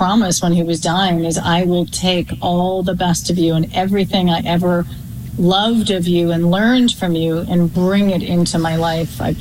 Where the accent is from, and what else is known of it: Canada; born or raised there